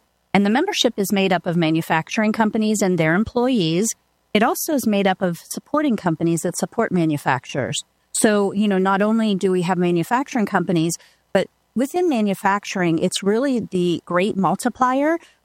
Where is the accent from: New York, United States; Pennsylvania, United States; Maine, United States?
Pennsylvania, United States; Pittsburgh; moved away as an adult; now in Tampa Bay area, United States; So I'm originally from Pittsburgh.